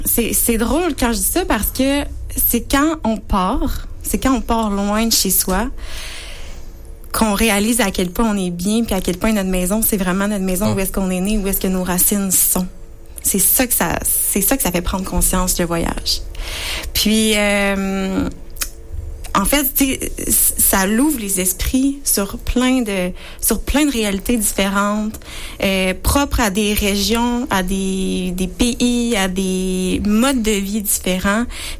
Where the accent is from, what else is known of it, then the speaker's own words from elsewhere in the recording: Rimouski, Quebec, Canada; d'ici, rimousquoise, pure et dure. J'ai grandi à Rimouski